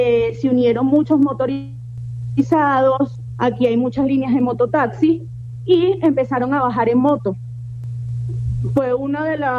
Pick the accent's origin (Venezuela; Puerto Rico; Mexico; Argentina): Venezuela; Como venezolanos necesitamos mucha ayuda